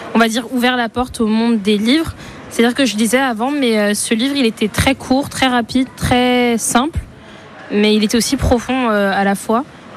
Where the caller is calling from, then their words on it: Tours, Centre-Val de Loire, France; je viens de Tours.